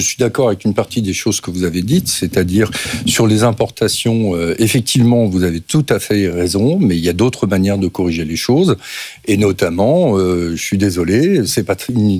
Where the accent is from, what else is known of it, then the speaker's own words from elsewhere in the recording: Grand Est, France; moi je suis alsacien